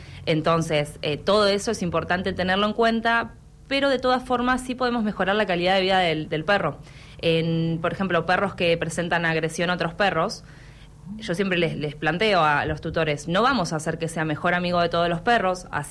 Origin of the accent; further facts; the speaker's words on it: Trelew, Chubut, Argentina; moved away; emocionada por volver a Trelew, que es mi ciudad natal.